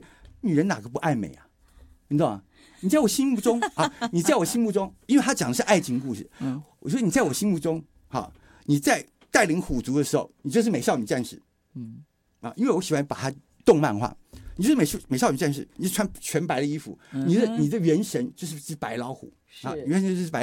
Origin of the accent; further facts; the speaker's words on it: Taiwan; 他保佑我们台湾人